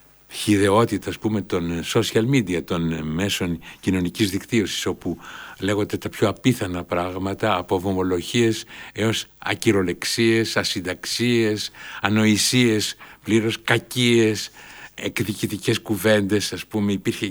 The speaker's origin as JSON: {"language": "Greek", "country": "Greece", "said": "Το να είμαι Έλληνας έρχεται μετά."}